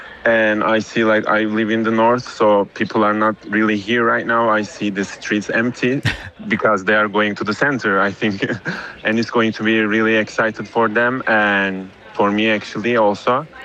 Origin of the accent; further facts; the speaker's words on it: Turkey; English is a second language; Yeah, I'm from Turkey, actually, and in there, people are really fanatic about football